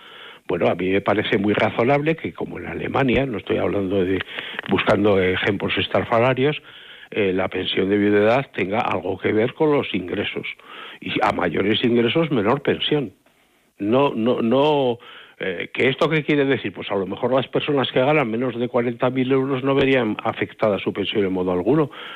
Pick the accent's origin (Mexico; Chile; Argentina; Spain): Spain; Burgos, Castile and León; Yo soy de Burgos, recuerdo aquello que contaban del Cid